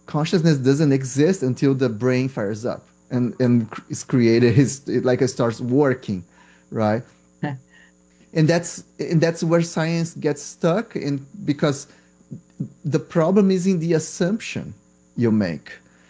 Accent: Brazil; because I'm from Brazil, and Brazil medical school is undergrad

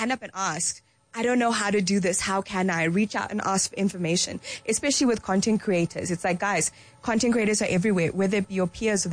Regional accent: Zimbabwe; as a woman of color growing up in Zimbabwe, you're taught this is the box and this is the space that you can occupy.

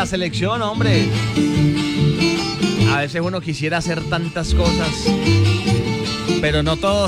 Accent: Colombia; Somos colombianos

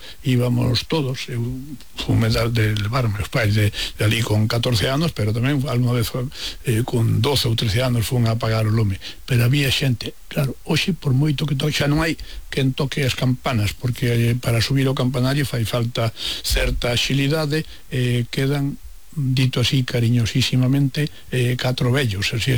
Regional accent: Sober, Galicia, Spain; born there; now in Vigo, Spain; Mire, eu nacín en Vigo, pero nacín en Sober.

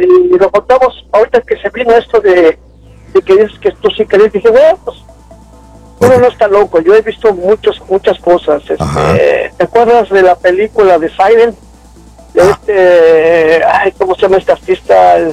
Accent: Puebla, Mexico; now in Los Angeles, United States; Mira, yo soy de México. Soy de Puebla.

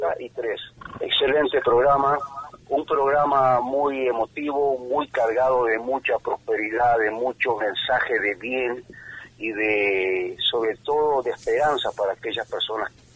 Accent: Uruguay; now in Panama; Yo soy uruguayo, pero tengo 40 años de vivir en Panamá, casado con panameña y con dos hijos panameños.

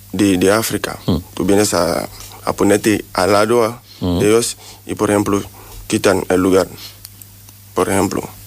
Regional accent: Jerez de la Frontera, Andalusia, Spain; Yo estoy de Jerez, soy de Jerez.

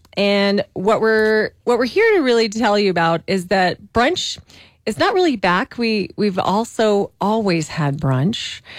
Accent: Belen, New Mexico, United States; I grew up in Belen, New Mexico. Mm-hmm. I am a native New Mexican, born and raised. I was literally 35 minutes here from this Albuquerque studio, and I grew up eating all of the green chili, all of the red chili, and all of the spicy things.

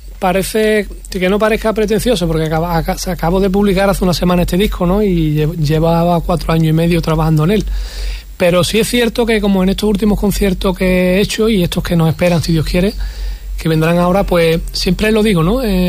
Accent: Huelva, Andalusia, Spain; Para mí es un orgullo hablar de Huelva, que lo hago siempre, en cada lugar que estoy, porque pertenezco a una tierra que es la mía, ¿no?

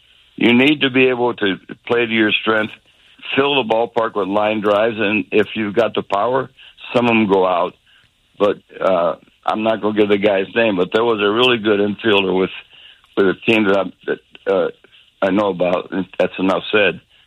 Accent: Tampa, Florida, United States; when I was born and raised in Tampa, Florida, my dad, my family, you know, it was all about baseball.

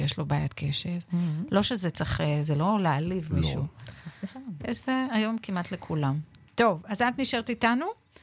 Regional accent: Paris, Île-de-France, France; אני מפריז. סן ג'רמן.

